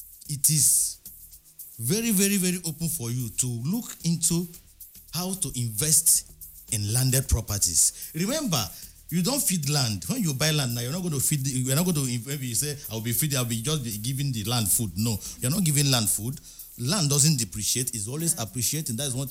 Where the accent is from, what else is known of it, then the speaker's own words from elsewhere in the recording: Lagos, Nigeria; because I grew up in Lagos.